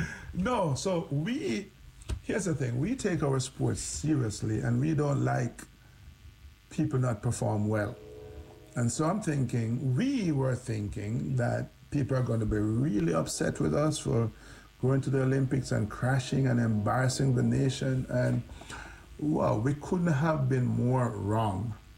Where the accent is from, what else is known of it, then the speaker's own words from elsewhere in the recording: Jamaica; it's okay because we're from Jamaica, tropical island